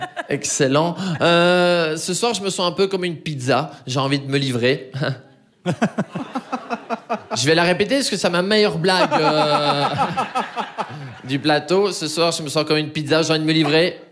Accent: Anderlecht, Brussels, Belgium; born there; Et moi, je suis né à Anderlecht

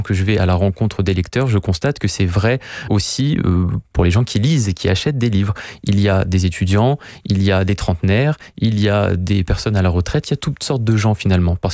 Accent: France; moi je suis français

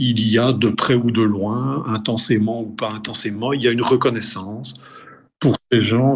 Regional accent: Belgium; chez nous en Belgique

